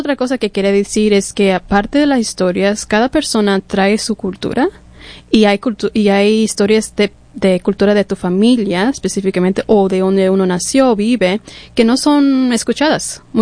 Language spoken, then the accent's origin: Spanish; Washington, United States; Spanish is a second language; also born or lived in California; Pero soy de Washington, pero soy washingtonia.